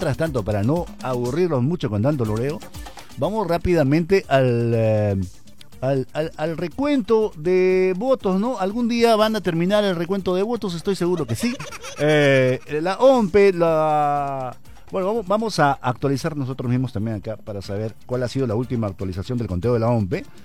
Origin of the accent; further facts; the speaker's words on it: Peru; Ya es hora de ponernos las pilas como peruanos